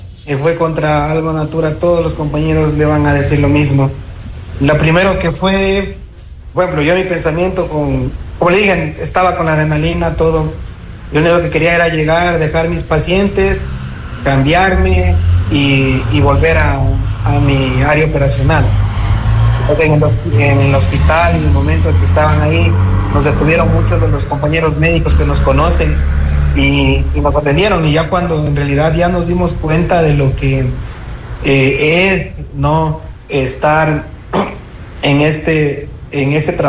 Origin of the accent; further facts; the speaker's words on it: Ecuador; La resiliencia en el Ecuador, y mucho más en mi provincia, es muy poca.